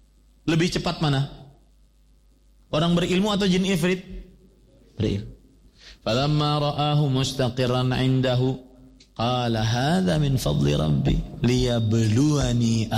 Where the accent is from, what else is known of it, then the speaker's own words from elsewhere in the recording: Banjarmasin, South Kalimantan, Indonesia; terutama di kota saya di Banjarmasin, kebab, usaha kebab gitu ya.